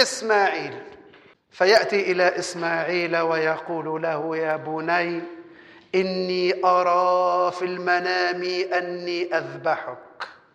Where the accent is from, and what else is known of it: Tunisia